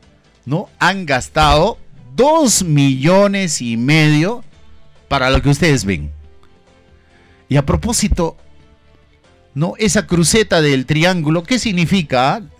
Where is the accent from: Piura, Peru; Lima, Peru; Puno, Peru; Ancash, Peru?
Ancash, Peru; a usted, a mí, que somos pobladores de Independencia